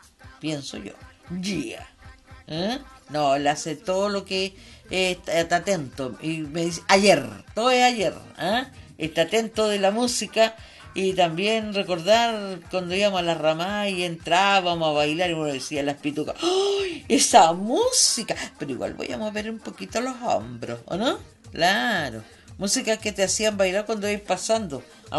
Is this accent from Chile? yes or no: yes; Chile; Pero uno decía, somos chilenos, ¿sí? Pero somos tripartitos.